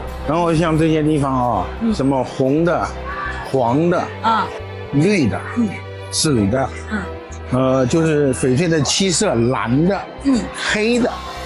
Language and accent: Chinese; China; 他们过来中国就是像我们中国人去当边民政府一样的